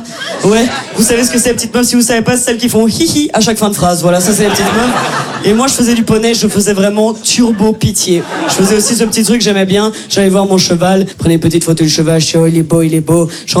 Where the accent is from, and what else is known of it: Brussels, Belgium; accent: Brussels